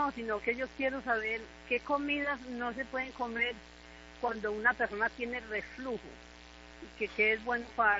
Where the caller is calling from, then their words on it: La Celia, Risaralda, Colombia; De por acá, de La Celia.